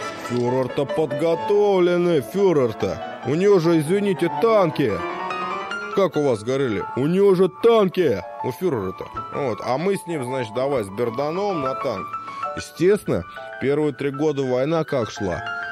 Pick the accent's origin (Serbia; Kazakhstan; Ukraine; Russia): Kazakhstan; Мы казахи, вот, ну, мы, короче, случайно туда попали.